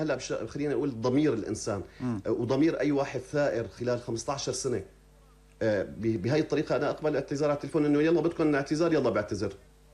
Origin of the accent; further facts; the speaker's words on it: Syria; أنا كمواطن سوري